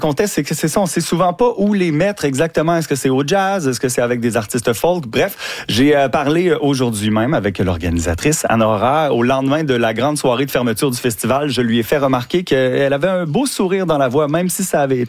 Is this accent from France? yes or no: no; Montreal, Quebec, Canada; chez nous, dans le Grand Montréal